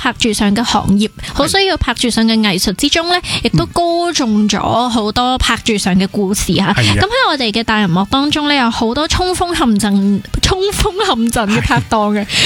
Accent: Hong Kong; 呢个都可能系我哋香港人咧一路都坚守嘅一种价值啦，

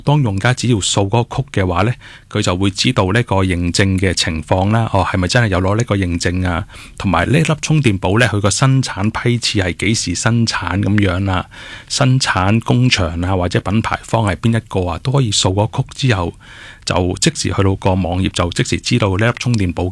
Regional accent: Hong Kong; 我哋香港人有時用啲產品，有時啲旅行充啊、行動電源，我哋比較喜歡嘅款式啦，就係又細又薄咁樣嘅。

